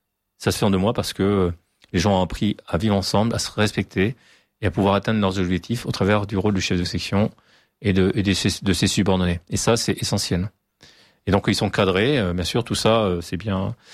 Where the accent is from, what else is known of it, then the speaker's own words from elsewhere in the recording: New Caledonia; On vient de Nouvelle-Calédonie, donc prenons le deuxième.